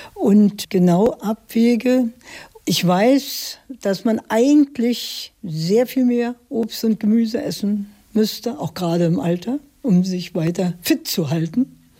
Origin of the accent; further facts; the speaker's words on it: Berlin, Germany; Und das jeden Tag von Pankow nach dem Wedding in die Schule ging sehr gut, war eine wunderbare Zeit.